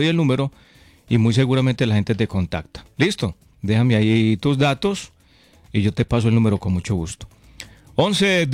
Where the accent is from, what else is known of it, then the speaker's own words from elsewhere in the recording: Concordia, Antioquia, Colombia; los que hay en mi pueblo, hay un policía, pues, así le llamamos pues mal llamado, ¿cierto? Un policía acostado. Cuando usted vaya a Concordia, pregunte por el policía acostado que está en la esquina de Don Juanjo.